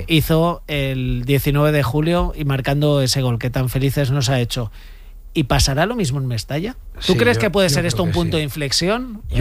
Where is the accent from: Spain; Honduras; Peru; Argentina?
Spain; somos nosotros, somos los españoles.